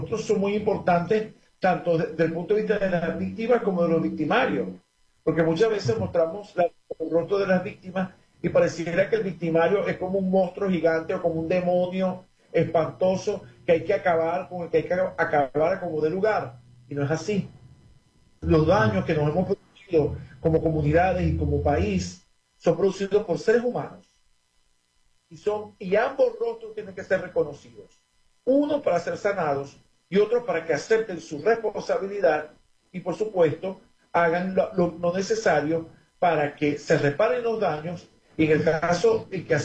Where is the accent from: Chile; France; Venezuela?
Venezuela